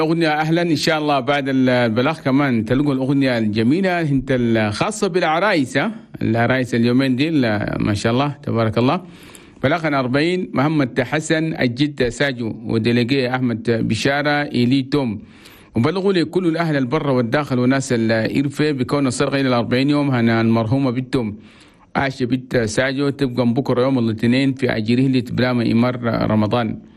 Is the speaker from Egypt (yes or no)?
no; Chad; بلدنا تشاد بلد توماي